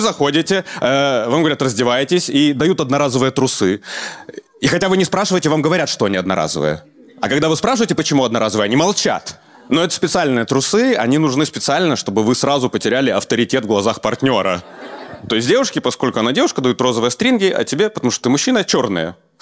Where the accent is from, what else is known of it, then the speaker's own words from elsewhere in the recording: Belarus; moved away as an adult; now in Moscow, Russia; мне 35 лет, я из Беларуси, обживаюсь в Москве